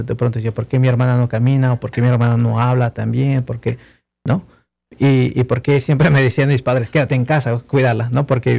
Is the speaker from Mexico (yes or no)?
yes; Tlaxcala, Mexico; moved away; also born or lived in Mexico City; también ahí nací en Ciudad de México. Una vez que mi hermana se estabilizó, regresamos a Tlaxcala, a la ciudad nativa de mis padres, y pues ahí crecí con ellos.